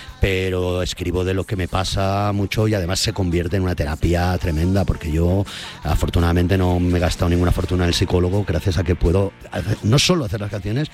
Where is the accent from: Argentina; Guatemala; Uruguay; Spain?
Spain; Benetússer, Valencian Community; en Benetús, en mi pueblo. Aquí doy un saludo a todos mis paisanos